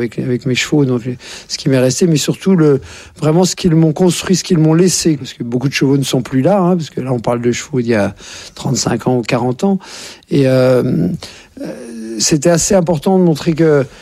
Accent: Courbevoie, Île-de-France, France; born there; je suis né à Courbevoie, donc c'est pas une région, comme chacun sait, qui ne pullule pas de chevaux.

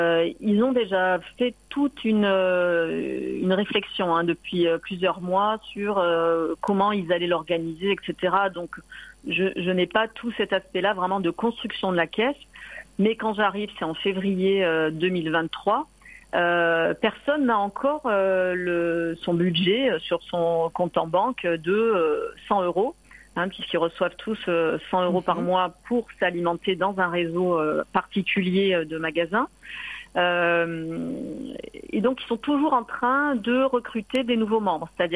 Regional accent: Marseille, Provence-Alpes-Côte d'Azur, France; moi, je viens de Marseille

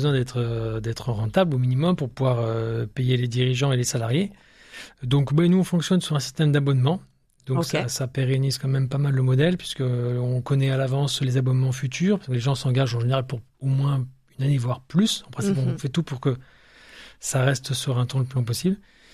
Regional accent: France; accent: French; French accent

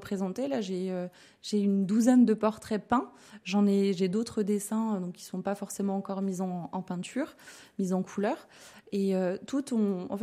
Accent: Lyon, Auvergne-Rhône-Alpes, France; moved away as an adult; now in Gap, France; à Gap depuis 10 ans et donc je suis venue à Gap pour le travail. Je suis lyonnaise d'origine

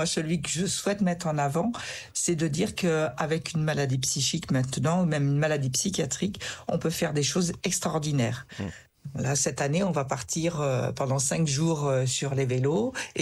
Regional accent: Tours, Centre-Val de Loire, France; Donc, nous, on est de Tours et on a donc décidé de faire un départ déporté depuis Reims.

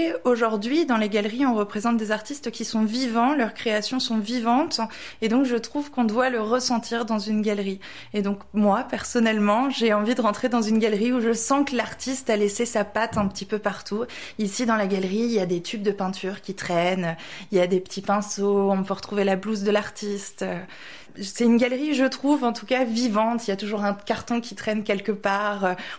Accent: Pont-Aven, Brittany, France; born there; moved away; Je suis née en Bretagne. J'ai toujours nourri l'idée et l'envie de revenir vivre en Bretagne. Et c'est aujourd'hui chose faite. J'ai ouvert la galerie il y a 5 ans. Et je me suis à nouveau installée ici, sur la place Julia à Pont-Aven

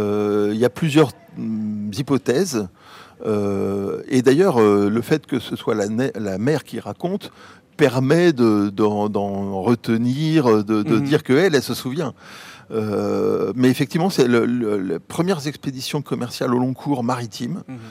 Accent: Martinique, France; born or raised there; also born or lived in Rouen, France

